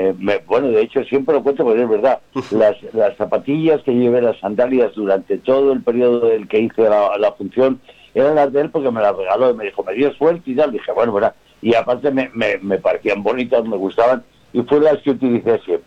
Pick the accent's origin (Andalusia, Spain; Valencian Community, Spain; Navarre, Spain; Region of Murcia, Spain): Valencian Community, Spain; Alcoy; No, hombre, sí, y no solamente eso, sino teníamos un amigo en común que también era de Alcoy